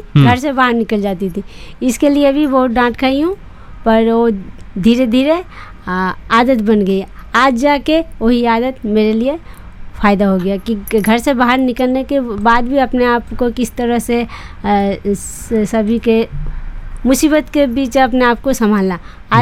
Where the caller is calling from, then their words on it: Gonda, Uttar Pradesh, India; फिर मैं अपना गोंडा आई